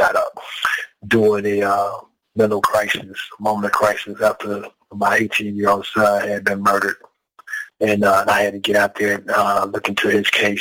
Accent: Gary, Indiana, United States; I'm originally from Gary, Indiana.

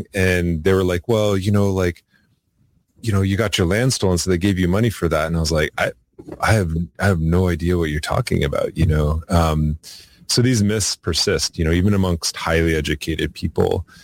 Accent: Crow Creek, South Dakota, United States; also born or lived in Lower Brule; And so I remember hearing that growing up in Crow Creek and in Lower Brule.

